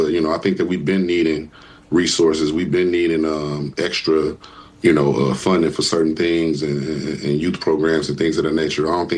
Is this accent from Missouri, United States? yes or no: no; Gary, Indiana, United States; born or raised there